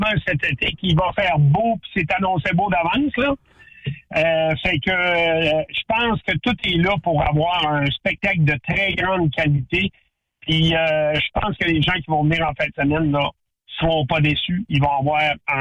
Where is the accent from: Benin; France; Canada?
Canada; Quebec; chez nous au Québec